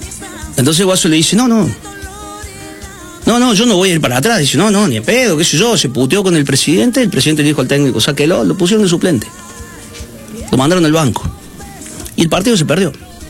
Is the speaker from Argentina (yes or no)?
yes; Argentina